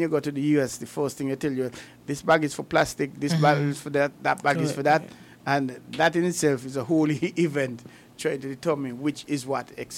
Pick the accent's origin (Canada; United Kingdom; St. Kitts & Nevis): St. Kitts & Nevis; Sandy Point; I am from Sam SP, where the best be, Sandy Point.